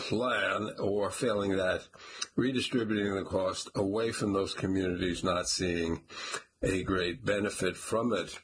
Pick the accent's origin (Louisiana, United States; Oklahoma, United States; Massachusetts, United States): Massachusetts, United States; Randolph; also born or lived in Holbrook / Braintree; I grew up in Randolph, Holbrook, and Braintree